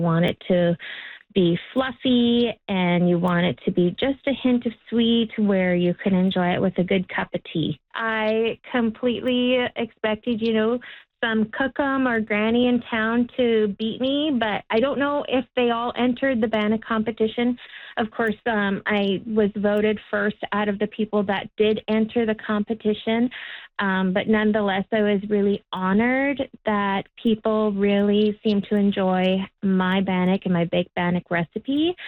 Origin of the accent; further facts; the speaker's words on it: Fort Simpson, Northwest Territories, Canada; was also taught how to make bannock in my culture and language class when I was growing up in Fort Simpson.